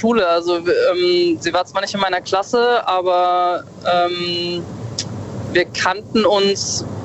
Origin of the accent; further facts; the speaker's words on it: Bad Kreuznach, Rhineland-Palatinate, Germany; Ich komme ursprünglich aus der Ecke Bad Kreuznach.